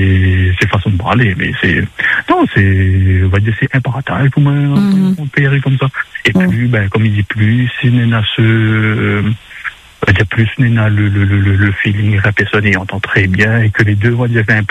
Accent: Hauts-de-France, France; Donc je précise, je suis du Nord, mais après si c'est sur les autres secteurs, pas un souci non plus.

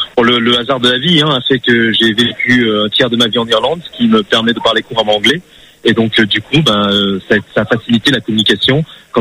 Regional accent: Clermont-Ferrand, Auvergne-Rhône-Alpes, France; also born or lived in South Korea; je suis né en Corée du Sud, à une date qu'on ne connaît pas, avec plein d'informations que malheureusement on ne connaît pas. Et ce, malgré avoir été élevé dans une famille très aimante de Clermont-Ferrand, dans les alentours de Clermont-Ferrand

